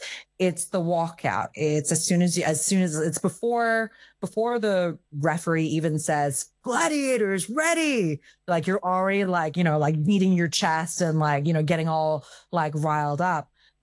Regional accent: Ap Lei Chau, Hong Kong; I think as a child, like I didn't even feel American, like growing up. You know, like, I grew up in Aplei Chow in Hong Kong.

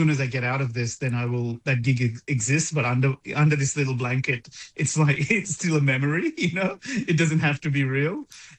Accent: Colombo, Western Province, Sri Lanka; also born or lived in Melbourne; growing up in Sri Lanka in Colombo as well, and then Melbourne

